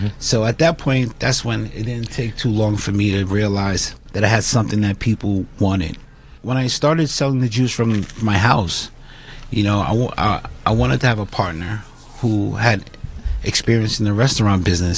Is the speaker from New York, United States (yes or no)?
yes; New York City, New York, United States; also born or lived in Canaan, New York; now in Catskill, United States; I'm originally from Harlem, New York.